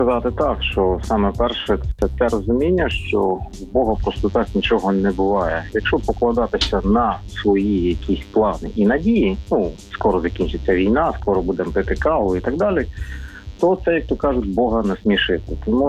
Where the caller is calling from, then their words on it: Odesa, Odesa Oblast, Ukraine; місто Одеса.